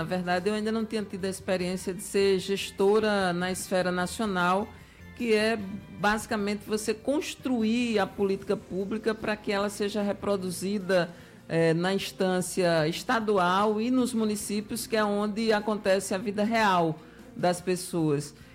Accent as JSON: {"language": "Portuguese", "region": "Paraíba", "country": "Brazil", "moved": "yes", "said": "Um prazer enorme voltar à minha cidade, à minha terra"}